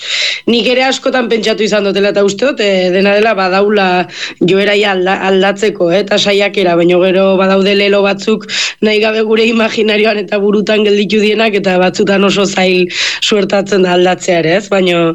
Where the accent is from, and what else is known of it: Leitza, Navarre, Spain